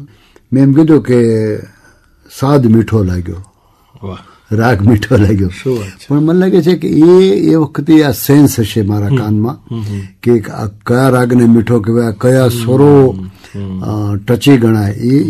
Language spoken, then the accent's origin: Gujarati; Chital, Gujarat, India; born there; મારો જન્મ ચિત્તલમાં થયો, અમરેલી જિલ્લાના ચિત્તલમાં.